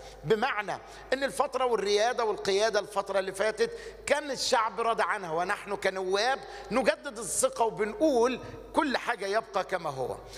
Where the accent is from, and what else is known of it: Egypt